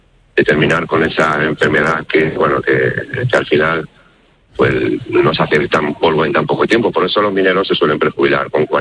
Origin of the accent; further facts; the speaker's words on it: Asturias, Spain; now in Tibi, Spain; en realidad soy asturiano, pero bueno, un asturiano viviendo en Tibi.